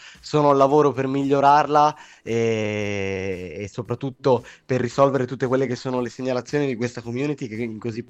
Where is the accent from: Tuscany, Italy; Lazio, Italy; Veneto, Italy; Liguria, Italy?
Veneto, Italy; Sono del Padovano, sì.